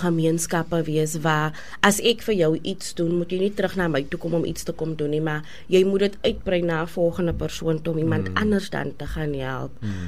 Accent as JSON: {"language": "Afrikaans", "town": "George", "region": "Western Cape", "country": "South Africa", "moved": "yes"}